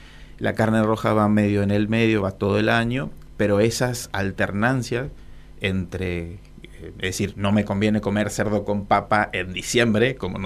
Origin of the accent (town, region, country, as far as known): Corrientes, Argentina